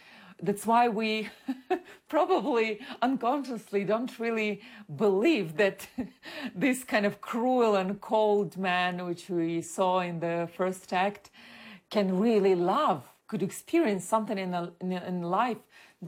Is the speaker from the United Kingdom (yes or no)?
no; Ukraine; and I grew up in 2000s in Ukraine